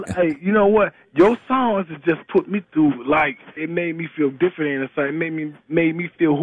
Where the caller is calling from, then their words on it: Flint, Michigan, United States; I'm calling from Flint, Michigan, man.